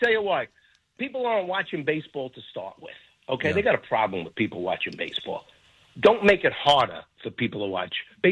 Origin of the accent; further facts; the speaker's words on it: the North, United States; now in South Florida, United States; A little nostalgic for me growing up in the North.